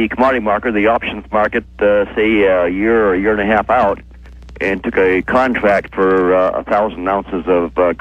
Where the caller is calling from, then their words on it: Vancouver, Washington, United States; Yes. I'm calling from Vancouver, Washington.